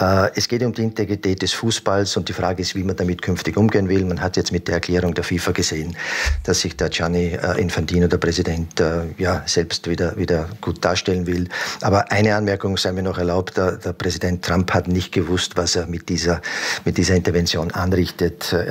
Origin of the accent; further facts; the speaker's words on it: Burgenland, Austria; auch im Burgenland beispielsweise, wo ich her bin.